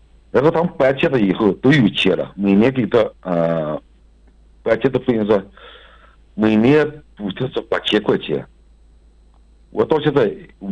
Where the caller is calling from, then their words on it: Ordos, Inner Mongolia, China; 鄂尔多斯的。